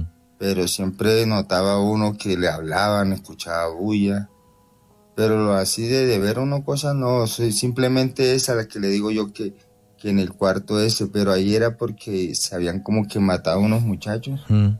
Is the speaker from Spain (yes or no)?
no; Curumaní, Cesar, Colombia; now in Ecuador; Yo soy de Curumaní, César, pero en este momento estoy en el Ecuador.